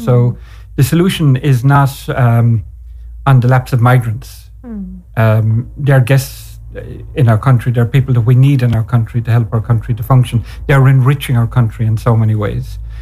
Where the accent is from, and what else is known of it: Ireland